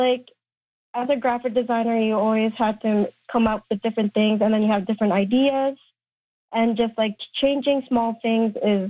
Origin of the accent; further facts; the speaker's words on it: Canada; as a Filipino Canadian, it's really awesome just to work with a very talented team